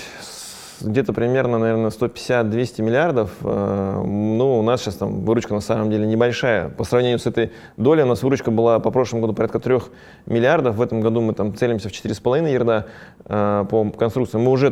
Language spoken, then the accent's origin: Russian; Semey, Abai Region, Kazakhstan; born there; я вообще родился в Казахстане, там, в городе Семипалатинск, там, да, и это был очень маленький городок, где был всесоюзный полигон ядерных испытаний был, то есть не самое благоприятное место, где можно было бы вообще родиться и развиваться.